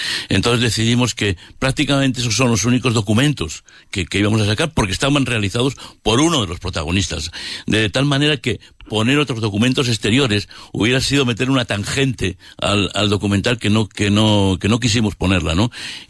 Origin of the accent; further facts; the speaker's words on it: Canales de la Sierra, La Rioja, Spain; mi pueblo, de Canales de la Sierra